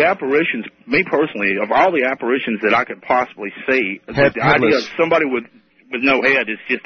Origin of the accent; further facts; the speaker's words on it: Alabama, United States; now in Burlington, Vermont, United States; I'm originally from Alabama, but now I live in Burlington, Vermont.